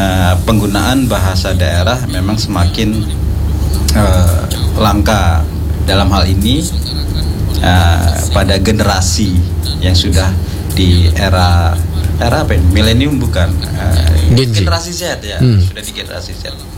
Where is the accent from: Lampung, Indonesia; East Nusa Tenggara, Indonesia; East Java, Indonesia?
Lampung, Indonesia; sebagai pengingat kita bersama warga Provinsi Lampung